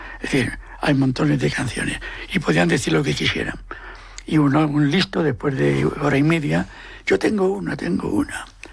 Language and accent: Spanish; Asturias, Spain; Como yo soy asturiano, digo, ¿de dónde?